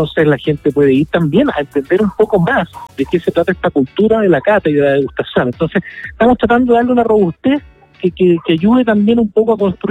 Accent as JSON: {"language": "Spanish", "country": "Chile", "said": "tú sabes que como chilenos y además viviendo en los tiempos que llevamos, es tan fácil tener el número final a tiempo."}